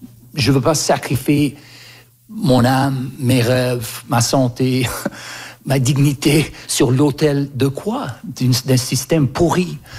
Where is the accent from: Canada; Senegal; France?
Canada; now in London, United Kingdom; moi j'ai grandi au Canada